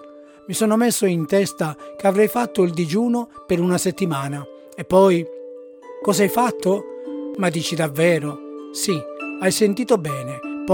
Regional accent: San Cataldo, Sicily, Italy; ripenso alla tradizione del mio paese, San Cataldo, quando Livari e Variceddi sfilano in processione durante la Settimana Santa

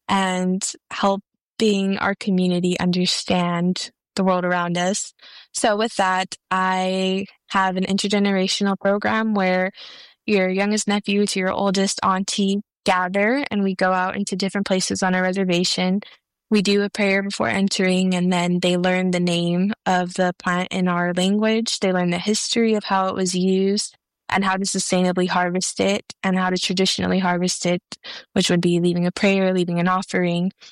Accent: Tucson, Arizona, United States; I come from the Pascua Yaqui tribe, bario libre, and new Pascua communities in Tucson, Arizona.

